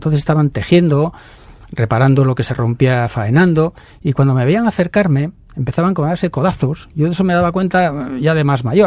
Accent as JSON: {"language": "Spanish", "town": "Suances", "region": "Cantabria", "country": "Spain", "tie": "born or raised there", "also_born_or_lived": "Torrelavega", "said": "Natural de Torrelavega, pero yo me he criado en Los Locos. Me fui allí demasiado pronto"}